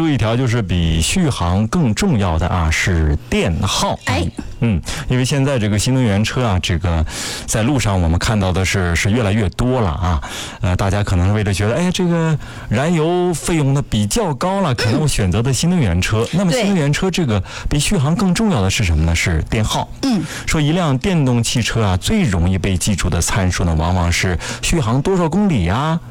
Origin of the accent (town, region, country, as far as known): China